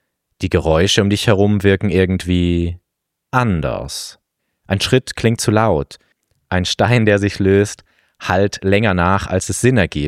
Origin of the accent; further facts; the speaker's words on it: Trentino-Alto Adige, Italy; nehme ich euch mit in meine Heimat nach Südtirol